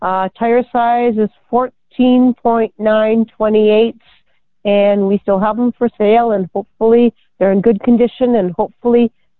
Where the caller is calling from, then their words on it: Poplarfield, Manitoba, Canada; Hi, we're calling from Poplar Field.